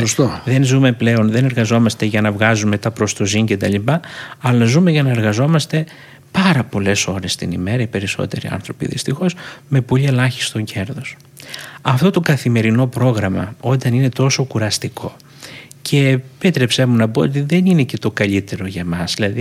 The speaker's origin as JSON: {"language": "Greek", "country": "Greece", "said": "Είμαστε Έλληνες 365 μέρες στον χρόνο"}